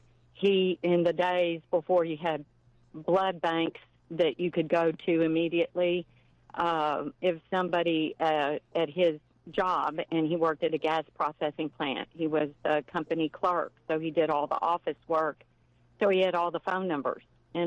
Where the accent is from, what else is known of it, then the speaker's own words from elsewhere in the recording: Sealy, Texas, United States; I'm actually from Sealy, mm-hmm. Texas, which is about 20 miles east of Columbus.